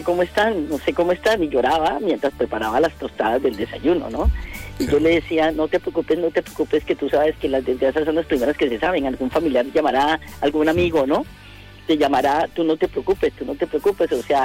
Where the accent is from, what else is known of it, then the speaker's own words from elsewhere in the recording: Colombia; now in Almería, Spain; Los colombianos nos hemos convertido en un colectivo muy grande.